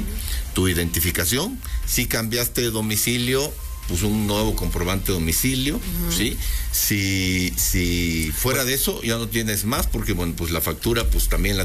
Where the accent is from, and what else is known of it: Mexico